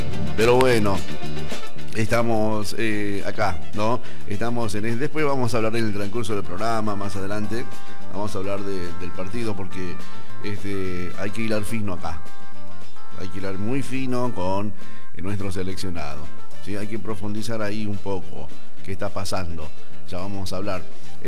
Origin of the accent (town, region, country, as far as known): Argentina